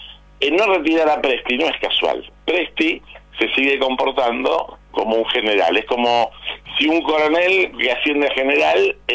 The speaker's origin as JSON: {"language": "Spanish", "country": "Argentina", "said": "como veterano y como argentino"}